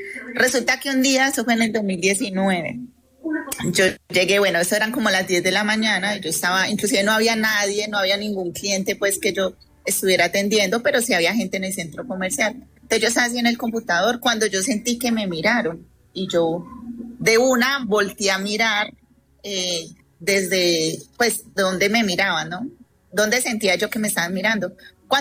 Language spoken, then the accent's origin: Spanish; Tuluá, Valle del Cauca, Colombia; Bueno, yo desde niña, yo soy de Tuluá Valle.